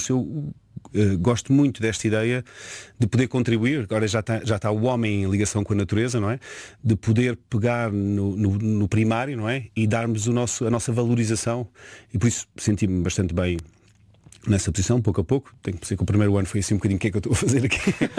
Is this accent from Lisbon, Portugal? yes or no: yes; Lisbon, Portugal; born there; por isso nasci em Lisboa, mas com essa ideia e muito provavelmente ia parar aos Açores, por isso pensei em Biologia Marinha.